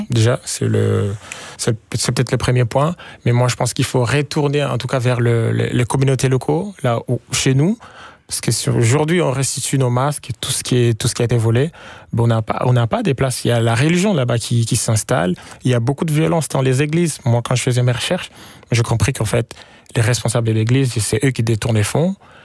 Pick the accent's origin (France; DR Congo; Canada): DR Congo; East; Quand tu arrives au Congo, c'est comme la musique, en fait. Moi, j'ai grandi à l'Est, donc là, c'est comme la musique.